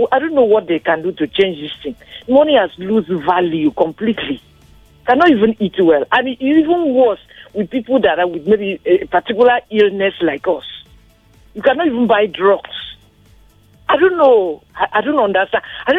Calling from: Ikorodu, Lagos, Nigeria; I'm calling you from Ikorodu.

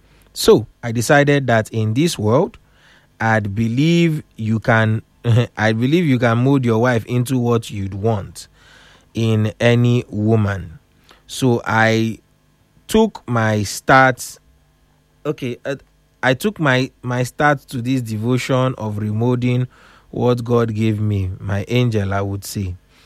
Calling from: Lagos, Nigeria; I am chatting from Lagos. I am 28 years old.

